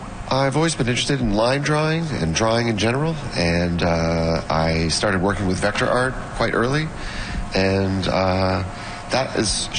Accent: Halifax, Nova Scotia, Canada; now in London, Canada; I'm originally from Halifax, and I live and work in London, Ontario.

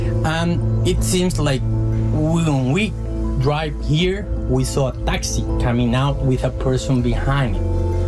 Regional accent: Spain; now in United States; I was coming from Spain, I'm from Spain. I flew to San Jose, and my family was waiting for me in San Jose to bring me here.

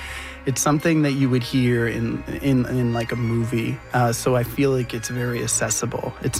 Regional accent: Toronto, Ontario, Canada; born there; Kind of all over. I was actually born in Toronto, mm-hmm.

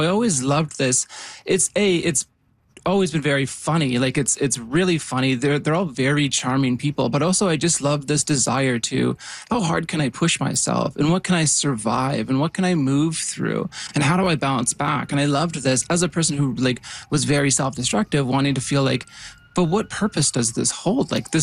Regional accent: Yukon, Canada; I grew up in the Yukon

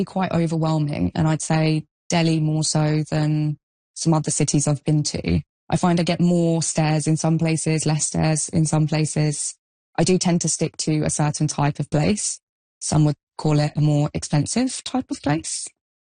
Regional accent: London, United Kingdom; You know, growing up in London, I never sort of saw that as a weird thing to do.

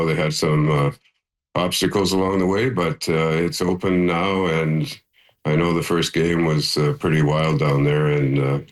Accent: Thessalon, Ontario, Canada; my hometown of Thessalon

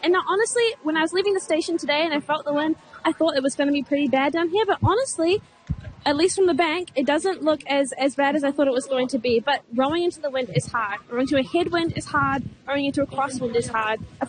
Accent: Wellington, New Zealand; I'm from Wellington, which is, some lists say, the most windy city in the whole world. So I'm used to plenty of wind.

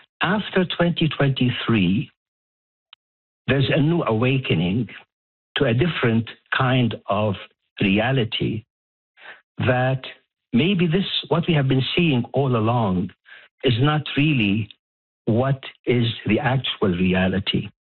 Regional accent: Lebanon; now in Luskville, Canada; I'm originally from Lebanon, but I've been in Canada since 76.

